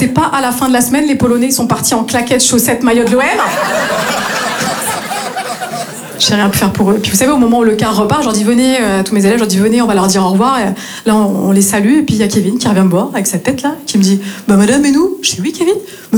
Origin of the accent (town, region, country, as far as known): north-east France, France; now in Marseille, France